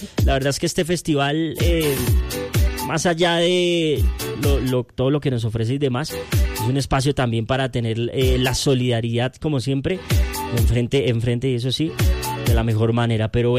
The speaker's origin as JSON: {"language": "Spanish", "country": "Colombia"}